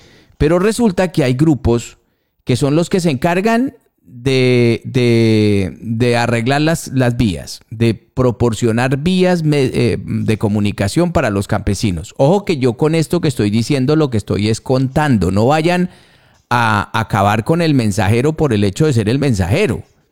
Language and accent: Spanish; Colombia; Nosotros somos frontera con Perú, con Brasil, con Venezuela.